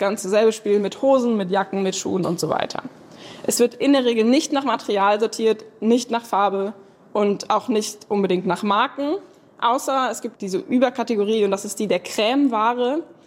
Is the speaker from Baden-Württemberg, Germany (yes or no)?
no; North Rhine-Westphalia, Germany; Ich bin aus NRW